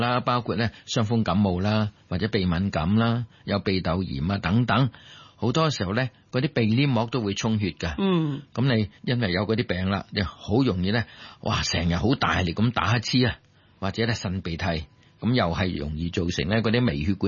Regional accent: Guangdong, China; 我哋广东人叫流鼻血啦。

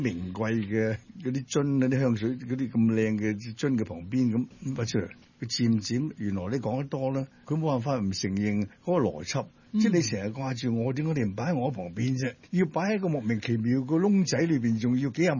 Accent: China; 好多啲迷信我哋中国人，to me is ridiculous

